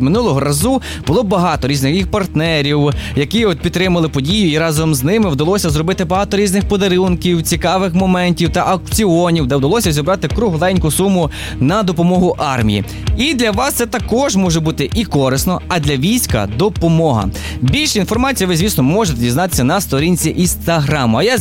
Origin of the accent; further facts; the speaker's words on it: Ivano-Frankivsk, Ivano-Frankivsk Oblast, Ukraine; А ви взагалі помітили, як у нашому рідному містечку Івано-Франківське